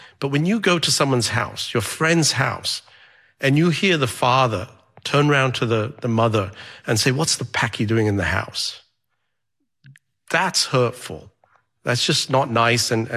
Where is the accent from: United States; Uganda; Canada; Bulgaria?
Uganda; born there; I was born in Uganda in Central East Africa.